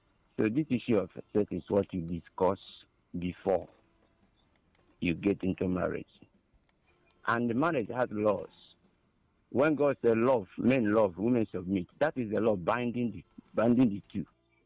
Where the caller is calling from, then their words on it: Ebonyi, Nigeria; from Ebonyi State.